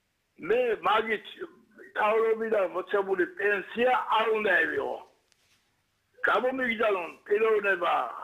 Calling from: Batumi, Adjara, Georgia; ბათუმიდან ვარ.

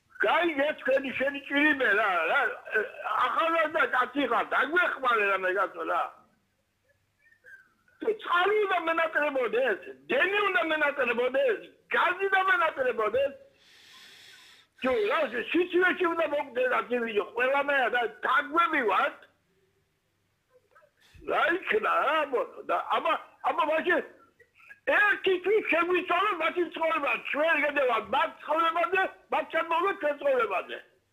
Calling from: Batumi, Adjara, Georgia; ბათუმიდან ვარ.

